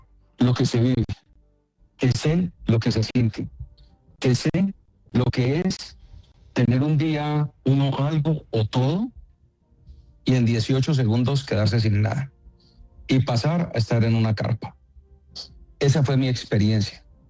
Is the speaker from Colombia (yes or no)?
yes; Popayán, Cauca, Colombia; also born or lived in Cali; Yo soy caleño, pero a los 5 años me fui a vivir a Popayán. Mi padre me llevó a vivir a Popayán. Popayán, ciudad que me acogió, ciudad que amo, y diría yo, soy payanés y soy caleño.